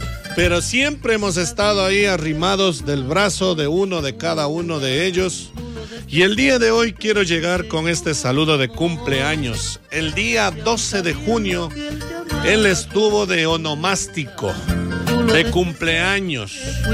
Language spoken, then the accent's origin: Spanish; Ecuador; porque así somos los ecuatorianos.